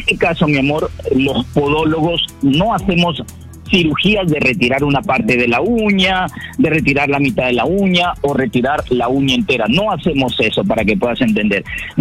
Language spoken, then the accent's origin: Spanish; Peru; a nuestras personas peruanas como nosotros, peruanos como tú y yo